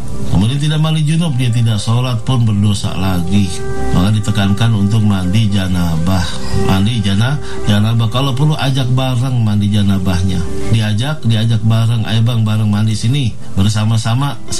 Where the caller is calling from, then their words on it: Tangerang, Banten, Indonesia; Saya dari Tangerang ingin bertanya Ustaz